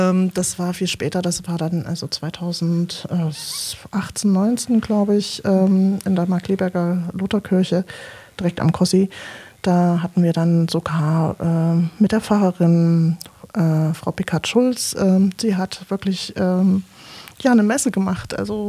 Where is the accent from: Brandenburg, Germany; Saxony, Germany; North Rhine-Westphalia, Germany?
Saxony, Germany; Leipzig; Ich bin Leipzigerin. Ich bin hier in der Nähe aufgewachsen, wo Radio Blausch ist. Ich habe einen extremen Lokalpatriotismus, pipapo. Jedenfalls bin ich in Leipzig groß geworden.